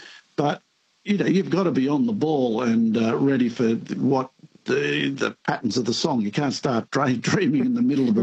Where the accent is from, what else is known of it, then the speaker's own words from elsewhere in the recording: Rockhampton, Queensland, Australia; born there; and I was born in Rockhampton in Queensland. And then a week later, Mum Gran and myself got on a train, apparently, when I was 1 week old, and travelled back up to Cairns, rejoined the show